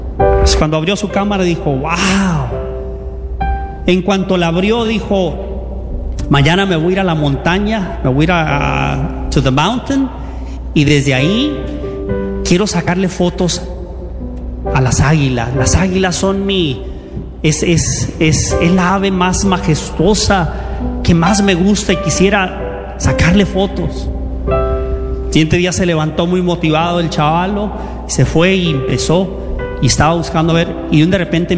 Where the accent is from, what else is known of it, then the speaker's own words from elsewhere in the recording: Mexico; also born or lived in United States; Yo, siendo un joven de 7, 8 años que crecí en México y aquí, y en un momento mi rompecabezas estaba por el suelo, no sabía si era mexicano o americano